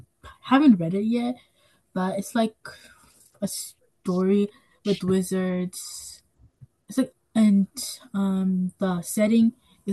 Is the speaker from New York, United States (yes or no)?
yes; Hudson, New York, United States; I'm 15, I'm 12 years old, and I'm also from Hudson.